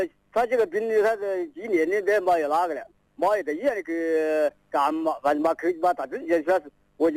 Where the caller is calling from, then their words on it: Hanchuan, Hubei, China; 我是汉川城隍镇的人。